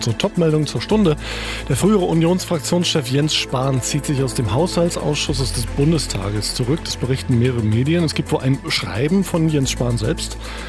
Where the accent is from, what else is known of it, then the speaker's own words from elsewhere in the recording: Dresden, Saxony, Germany; als Dresdner